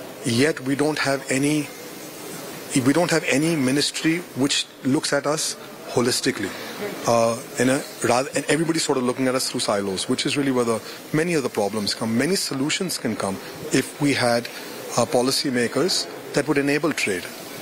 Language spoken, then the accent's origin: English; India